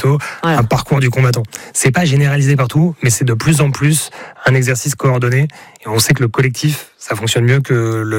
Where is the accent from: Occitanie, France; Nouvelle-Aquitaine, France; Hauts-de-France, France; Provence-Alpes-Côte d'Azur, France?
Hauts-de-France, France; moi je viens de Picardie, de l'Aisne par exemple